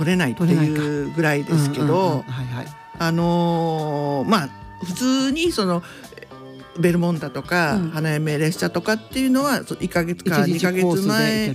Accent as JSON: {"language": "Japanese", "region": "Ishikawa", "country": "Japan", "said": "私ら石川県なんですよ"}